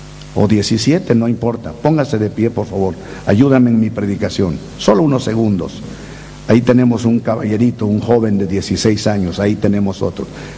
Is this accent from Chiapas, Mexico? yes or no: yes; Chiapas, Mexico; born there; moved away; de mi tierra, Chiapas